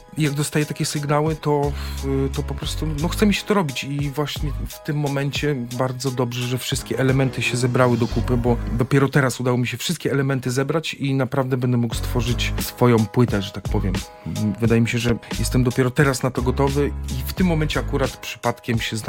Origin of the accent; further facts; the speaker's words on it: Pruchnik, Subcarpathian Voivodeship, Poland; No ja wychowywałem się w okolicach Pruchnika